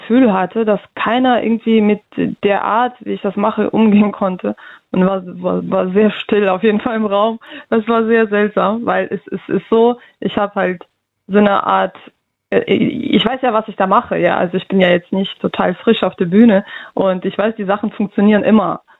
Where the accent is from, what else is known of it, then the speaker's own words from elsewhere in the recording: Russia; wenn ich sage, ja, ich komme aus Russland, es ist denen egal, woher ich komme